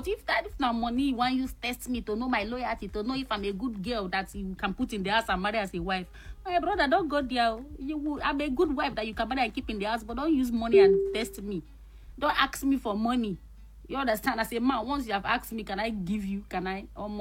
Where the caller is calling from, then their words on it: Nigeria; me as a Nigerian girl